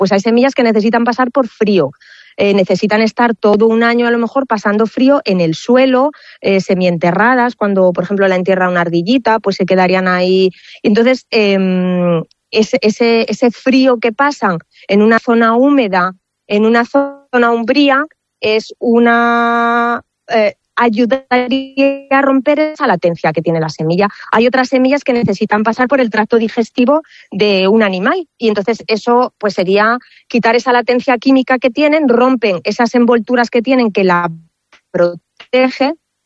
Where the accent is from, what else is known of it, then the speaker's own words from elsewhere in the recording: Pedro Bernardo, Castile and León, Spain; Pedro Bernardo ha sufrido muchos incendios, o sea, que es una lacra que tenemos ahí en nuestro pueblo.